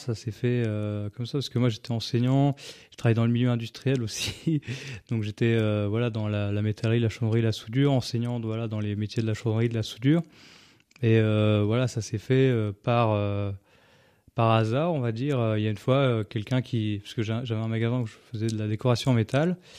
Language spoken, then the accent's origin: French; Fontenoy-la-Joûte, Grand Est, France; Ah, moi, je suis né à Fontenoy-la-Joûte, donc j'étais là avant le village du Livre